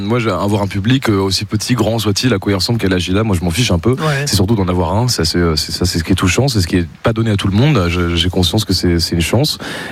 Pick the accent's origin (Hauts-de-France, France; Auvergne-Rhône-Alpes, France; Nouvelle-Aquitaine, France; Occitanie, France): Hauts-de-France, France; Boulogne-sur-Mer; dans le nord de la France, je suis de Boulogne-sur-Mer.